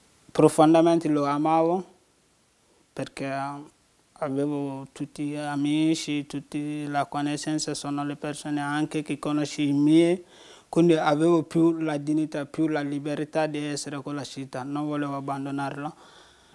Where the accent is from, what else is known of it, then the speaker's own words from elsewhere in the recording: Côte d’Ivoire; Italian is a second language; moved away as an adult; also born or lived in Guinea; Io vengo dalla Costa d'Avorio, ora ho 25 anni.